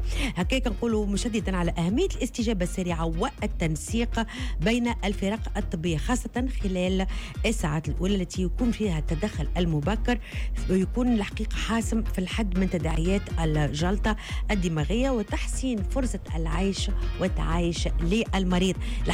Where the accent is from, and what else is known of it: Tunisia